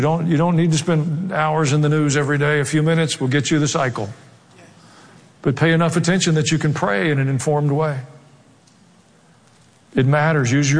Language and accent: English; the South, United States; accent: southern; hear me preach in my southern accent, in their language